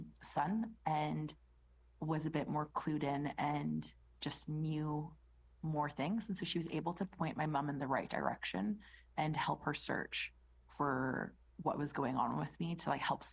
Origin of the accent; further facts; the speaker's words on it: Edmonton, Alberta, Canada; moved away as an adult; now in United Kingdom; No, I was born in Edmonton, Alberta, in Canada. Like a small city. I think when I left, when I was 18, it just reached 1 million people.